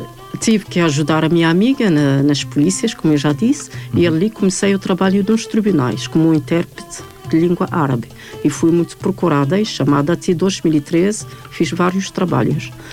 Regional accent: Berkane, Oriental, Morocco; Portuguese is a second language; moved away as an adult; also born or lived in Rabat; Mas cresci na Berkane, uma cidade que faz fronteira com a Argélia, onde que eu estudei, onde que eu cresci com os meus pais.

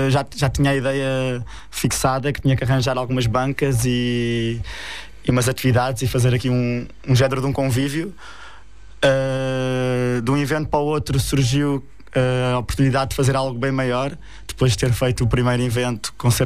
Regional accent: Carvoeira, Lisbon, Portugal; na terra que cresci, na Carvoeira.

